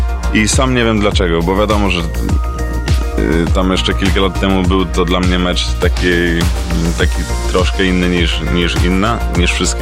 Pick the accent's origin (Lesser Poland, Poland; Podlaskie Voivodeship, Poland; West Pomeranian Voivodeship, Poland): Lesser Poland, Poland; Tarnów; ja tak samo jestem z Tarnowa i od dziecka był tak samo moim idolem